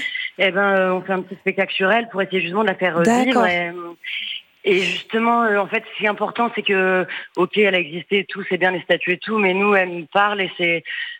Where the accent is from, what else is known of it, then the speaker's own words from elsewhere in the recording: Hauts-de-France, France; je le fais avec l'accent, parce que moi aussi je suis du Nord.